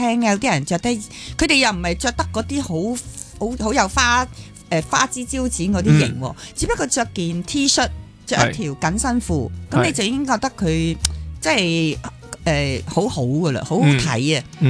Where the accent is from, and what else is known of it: Hong Kong